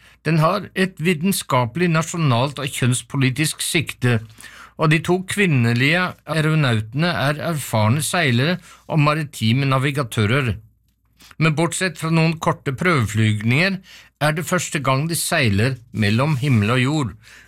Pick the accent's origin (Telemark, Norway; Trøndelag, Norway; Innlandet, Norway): Telemark, Norway; Seljord; Jeg kommer fra en liten plass i Seljord, og jeg kommer litterært fra Frankrike, og også England og andre steder